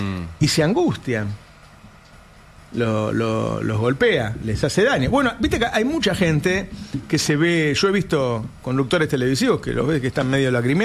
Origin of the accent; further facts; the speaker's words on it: Madrid, Community of Madrid, Spain; Yo soy de Madrid.